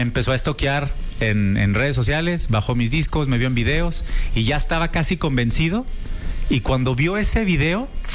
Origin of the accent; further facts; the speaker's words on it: Monterrey, Nuevo León, Mexico; No, amo mi tierra, pero no, pues digo...